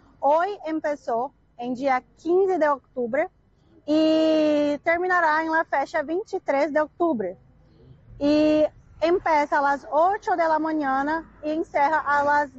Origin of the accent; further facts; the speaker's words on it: Goiânia, Goiás, Brazil; Spanish is a second language; moved away as an adult; now in Pedro Juan Caballero, Paraguay; para nosotros que somos brasileños y vivimos nuestras vidas enteras allá